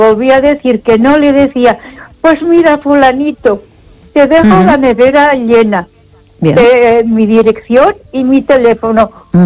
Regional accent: Barcelona, Catalonia, Spain; moved away as an adult; now in Ponferrada, Spain; me crié en Barcelona.

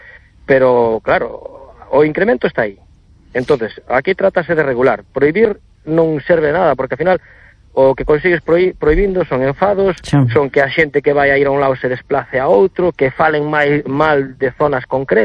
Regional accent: Redondela, Galicia, Spain; Por eu son de Redondela, saímos hacia mellora hacia Porto Novo, Grove

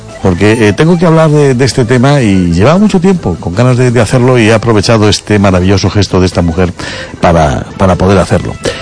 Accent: Galicia, Spain; moved away; los emigrantes españoles cuando salimos de nuestro país y fuimos a otros países

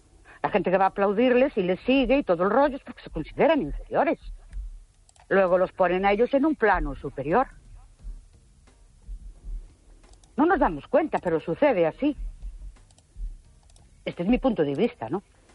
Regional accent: Ourense, Galicia, Spain

